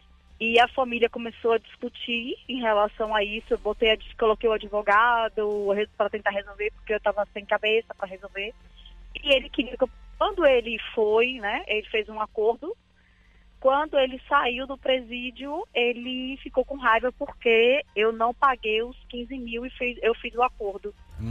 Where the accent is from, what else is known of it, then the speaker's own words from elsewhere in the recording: Bahia, Brazil; que eu sou baiana, sou da Bahia.